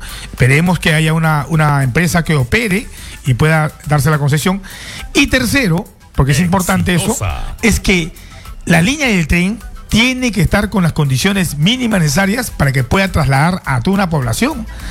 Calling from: Chosica, Lima, Peru; vivo en Chosica

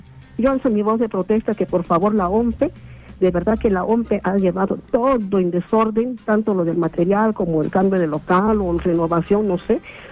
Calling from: Villa El Salvador, Lima, Peru; de Villa Salvador

